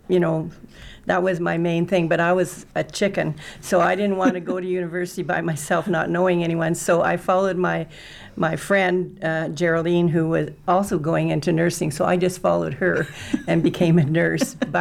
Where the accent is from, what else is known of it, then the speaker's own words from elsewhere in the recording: Saskatchewan, Canada; also born or lived in Victoria, British Columbia; Okay, I grew up on a farm near Elrose and Kyle. But before that, I was born in Victoria, BC, and my dad decided that when I was in grade one, that we should move to the prairies and farm.